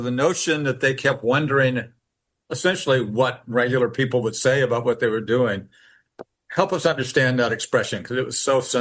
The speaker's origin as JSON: {"language": "English", "region": "Wyoming", "country": "United States", "tie": "born there", "said": "And on this same theme, I was born in Wyoming"}